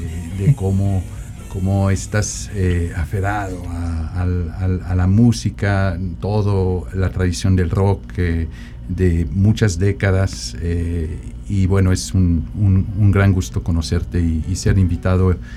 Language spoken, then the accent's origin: Spanish; Switzerland; moved away as an adult; now in San Luis Potosí, Mexico; desde los principios de mi llegada aquí en México, porque soy originario de Suiza con raíces inglesas.